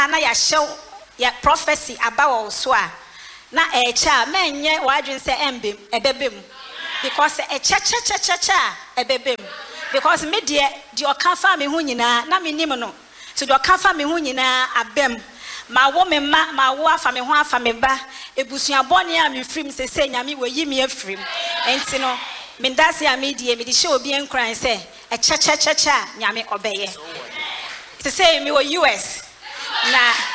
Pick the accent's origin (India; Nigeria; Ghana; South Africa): Ghana; Greater Accra; I'm from Community 8.